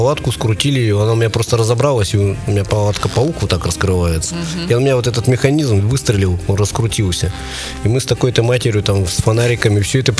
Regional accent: Saint Petersburg, Russia; Мы сказали, что с Питера.

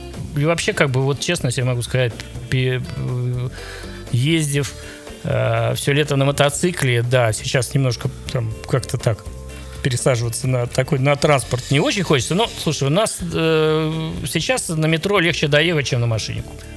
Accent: Saint Petersburg, Russia; Во-первых, я ленинградец, да. Я очень люблю наш город.

